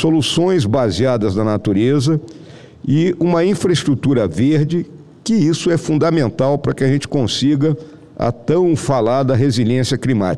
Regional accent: Rio Grande do Sul, Brazil; isso tanto lá no meu estado do Rio Grande do Sul e também lá em Santa Catarina, senador Amin?

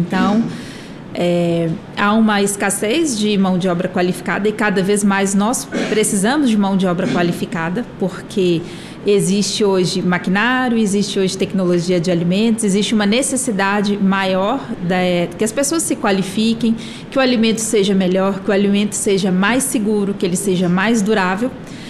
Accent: Portugal; moved away; Eu sou portuguesa, sou da região, morei muito tempo na região de Alcobaça

